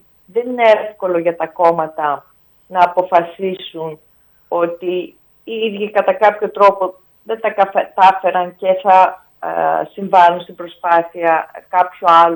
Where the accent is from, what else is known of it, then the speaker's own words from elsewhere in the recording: Serres, Central Macedonia, Greece; Γεια σας στην πατρίδα μου.